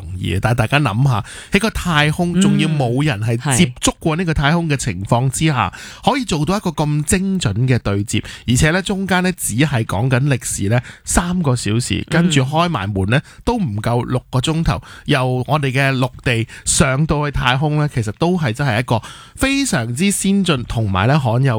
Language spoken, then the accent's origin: Cantonese; Hong Kong